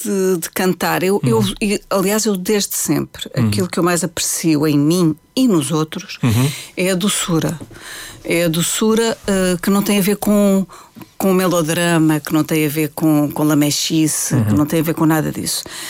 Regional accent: Portugal; moved away as an adult; also born or lived in Brazil; eu sou portuguesa, eu não sou brasileira, eu vou cantar em português.

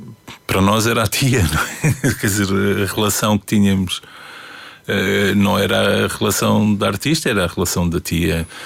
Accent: Lisbon, Portugal; born there; Nasci no Príncipe Real.

